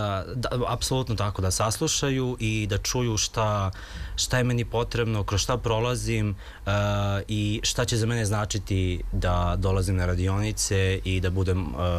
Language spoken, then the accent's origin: Serbian; Mala Vrbica, Belgrade, Serbia; Jedna komšinica u selu gdje sam odrastao, u Malom Vrbici kod Mladenovca